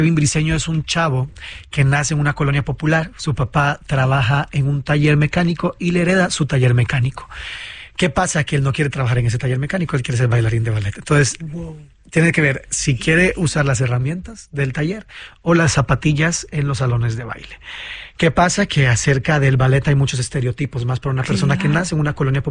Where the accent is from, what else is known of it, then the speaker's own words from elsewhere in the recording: Costa Rica; yo vengo de Costa Rica, por ejemplo.